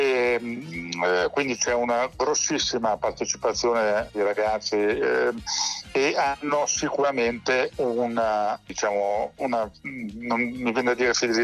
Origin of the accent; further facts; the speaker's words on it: Novi Ligure, Piedmont, Italy; also born or lived in Turin; io ho sempre vissuto a Novi Ligure, sono nato a Torino ma praticamente non ci ho mai abitato, nemmeno proprio da infante